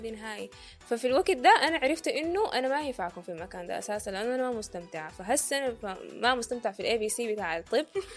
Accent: Sudan; moved away as an adult; عندنا في السودان

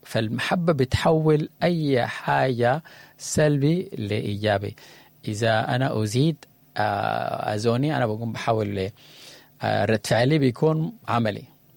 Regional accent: Sudan; كسودانيين

